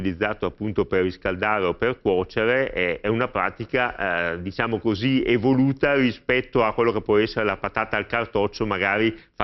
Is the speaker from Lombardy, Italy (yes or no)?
yes; Brescia, Lombardy, Italy; io che sono bresciano